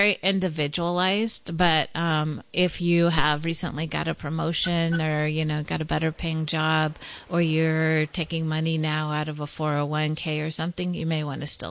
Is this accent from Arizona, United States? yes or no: no; California, United States; I'm from California.